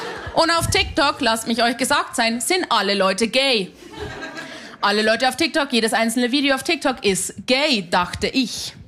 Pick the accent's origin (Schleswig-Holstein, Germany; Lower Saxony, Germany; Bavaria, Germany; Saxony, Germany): Bavaria, Germany; Meine Leitung war sehr lang, weil ich bin aus Hanau bei Simbach bei Landau in der Isar. Da gibt's sowas nicht. Das Queerste, was wir haben bei uns im Dorf, sind die Geschichten über den Nachbarort.